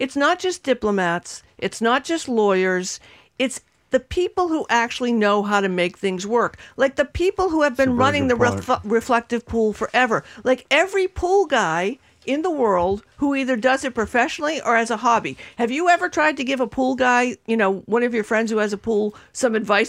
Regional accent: Revere, Massachusetts, United States; But then I was reminded of growing up in Revere.

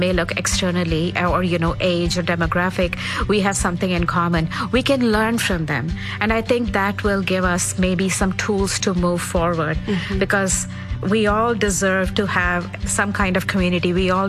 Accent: India; moved away as an adult; now in New York City, United States; I was born and raised in India.

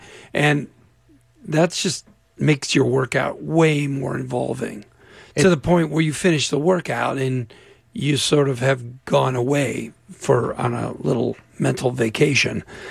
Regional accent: Naperville, Illinois, United States; Yeah, I'm from Chicago. I'm from Naperville

